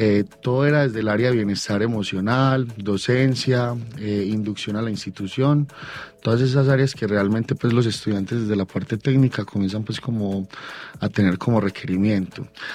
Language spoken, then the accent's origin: Spanish; La Estrella, Antioquia, Colombia; also born or lived in El Peñol, Antioquia; Realmente yo vengo de La Estrella, es un municipio en el cual yo no nací, pero llevo más aproximadamente 26 años, desde los 6 años estoy allí. Mis padres y yo fuimos desplazados por la violencia del municipio del Peñol, llegamos más o menos en el 2000-2001